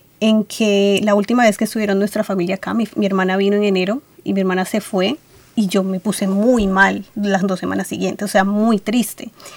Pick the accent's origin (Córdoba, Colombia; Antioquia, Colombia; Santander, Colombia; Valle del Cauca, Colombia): Valle del Cauca, Colombia; Cali; now in Australia; Entonces, yo vengo de Cali, que es 35 grados centígrados todo el año.